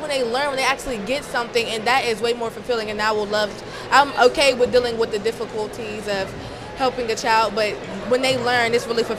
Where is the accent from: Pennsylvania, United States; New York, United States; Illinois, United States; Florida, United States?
Pennsylvania, United States; Pittsburgh; I'm from Allegheny County, Pittsburgh, Pennsylvania